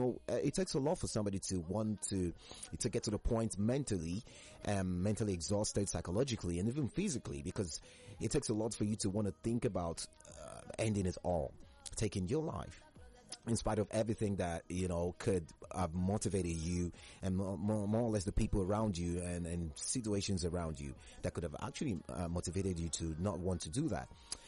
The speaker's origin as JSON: {"language": "English", "country": "Nigeria", "said": "you realize that, you know, it's not so bad being the Nigerian, aside from the fact that the economy is almost like building on top of all of us as individuals."}